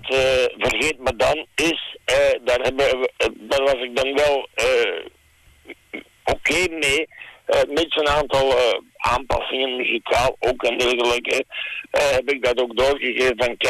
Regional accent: Stabroek, Flanders, Belgium; Ik kom uit België, uit Vlaanderen. Uit Stabroek hier, net eigenlijk. Ja. De grens met Putten.

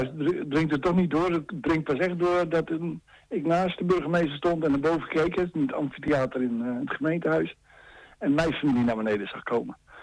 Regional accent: Apeldoorn, Gelderland, Netherlands; ik kom uit Beemte-Broekland, dat is Apeldoorn.

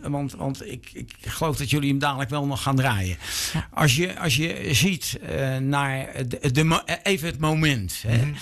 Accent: Rotterdam, South Holland, Netherlands; ik ben een echte Rotterdammer.

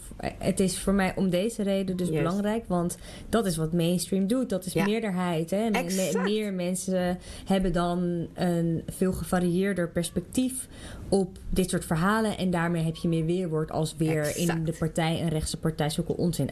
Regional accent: Netherlands; ik ben ook gewoon Nederlander.

